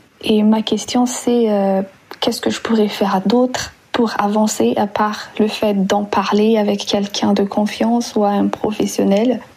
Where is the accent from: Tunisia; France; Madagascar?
Madagascar; now in Bonn, Germany; Bonjour, Priorité Santé. … je viens de Madagascar. J'ai 27 ans et j'habite actuellement en Allemagne, dans la ville de Bonn